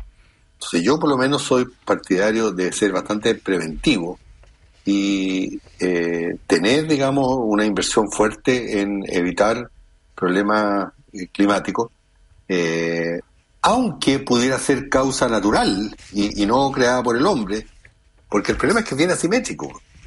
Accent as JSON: {"language": "Spanish", "country": "Chile", "said": "sobre todo nosotros por nuestra geografía. Digamos que somos una especie de cornisa entre el mar y la cordillera."}